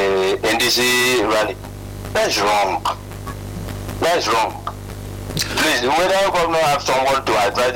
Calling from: Nigeria; I come from Kalawa.

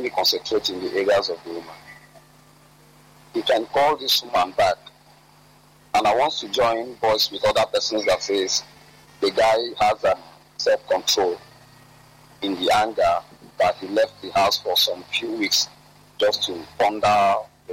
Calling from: Abuja, Federal Capital Territory, Nigeria; I'm calling from Abuja.

